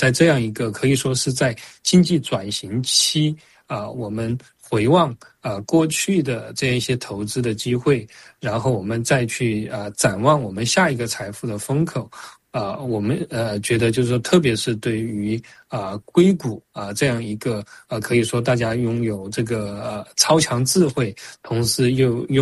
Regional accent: China; 我们中国人

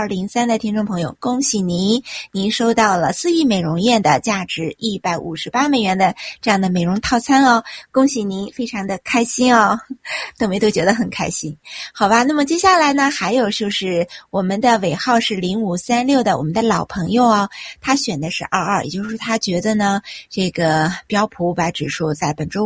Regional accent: United States; 结果啊，一年播两次钟，咱们美国人是吵了几十年，这次他又卡住了。

